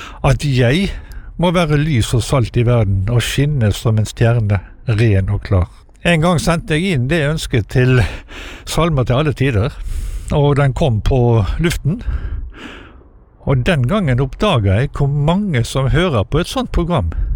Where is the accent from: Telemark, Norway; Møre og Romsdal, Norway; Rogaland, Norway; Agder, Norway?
Møre og Romsdal, Norway; Kristiansund; fra Kristiansund, og har vært med en del i kretsen Nordmøre og Romsdal krets.